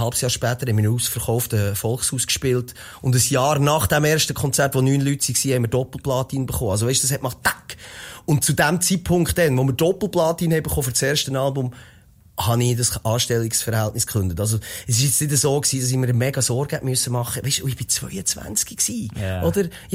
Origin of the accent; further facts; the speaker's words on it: Interlaken, Bern, Switzerland; Hey, nein, ich komme von Interlaken. Interlaken ist zwischen Thuner und Brienzersee den meisten Leuten als riesen Touristenort bekannt. Aber wenn man dort aufgewac